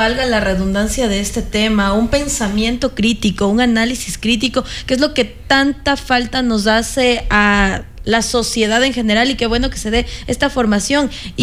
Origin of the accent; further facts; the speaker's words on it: Ecuador; ya estamos en un momento de seguir o de exigirnos como ecuatorianos un poquito más.